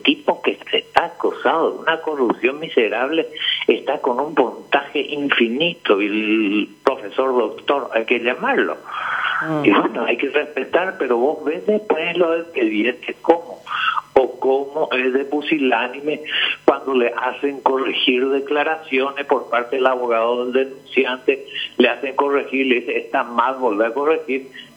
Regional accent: Paraguay; Primero sos paraguayo

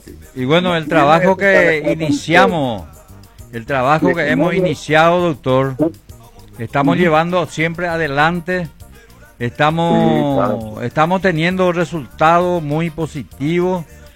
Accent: Ciudad del Este, Alto Paraná, Paraguay; Somos de Ciudad del Este, le queremos a esta ciudad.

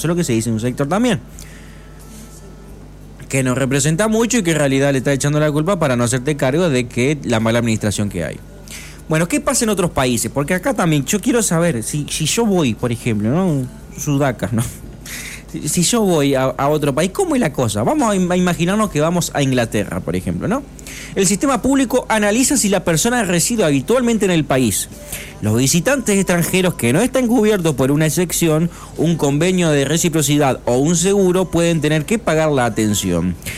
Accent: Argentina

